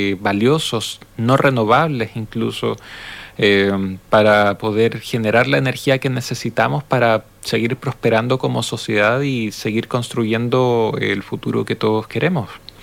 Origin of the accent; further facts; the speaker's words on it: Chile; para nosotros como chilenos